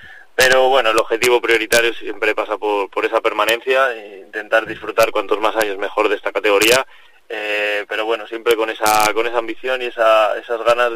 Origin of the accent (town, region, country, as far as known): Cantalejo, Castile and León, Spain